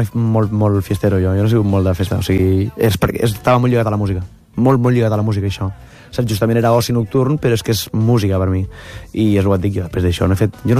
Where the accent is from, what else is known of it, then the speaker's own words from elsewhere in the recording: Cambrils, Catalonia, Spain; born there; I jo vaig néixer a Cambrils, ja.